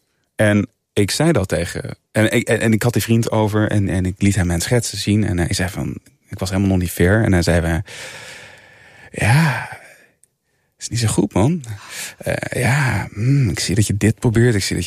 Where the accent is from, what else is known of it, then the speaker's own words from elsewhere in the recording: Culemborg, Gelderland, Netherlands; Dat ligt vlakbij de stad waar ik vandaan kom.